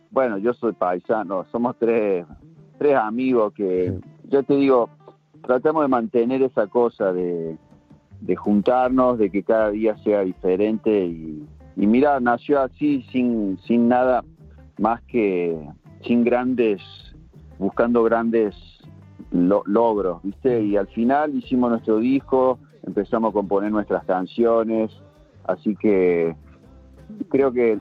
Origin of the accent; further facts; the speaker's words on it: Córdoba, Argentina; Sí, bueno, mira, en mi caso, yo soy de Córdoba, Argentina